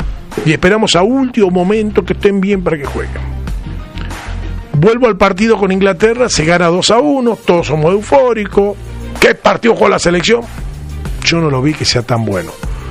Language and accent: Spanish; Argentina; Yo soy argentino. No, yo soy argentino.